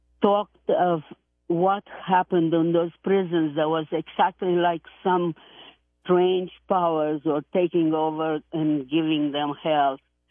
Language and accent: English; Moldavia, Romania; English is a second language; I am from Romania. I am from Moldova, which is the Romanian side because it was divided by Stalin.